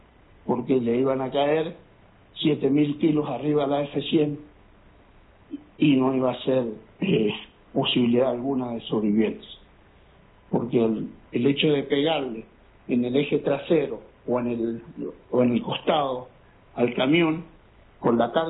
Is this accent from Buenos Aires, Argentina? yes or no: no; San Rafael, Mendoza, Argentina; now in Malargüe, Argentina; yo tengo una cámara acá en Malargüe, yo soy de San Rafael, ahora radicado acá en Malargüe.